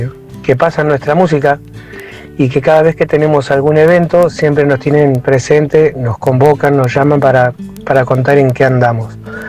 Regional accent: El Calafate, Santa Cruz, Argentina; moved away; also born or lived in Río Gallegos; soy del Calafate. Bueno, nacido y criado en el Calafate y malcriado en Río Gallegos.

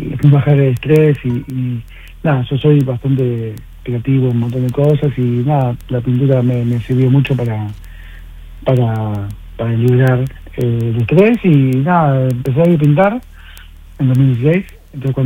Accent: Buenos Aires, Argentina; yo soy de Buenos Aires

